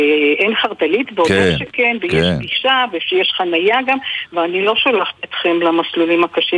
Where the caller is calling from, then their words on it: Northern District, Israel; עכשיו אני מגיעה לגליל העליון, שזה המגרש הביתי.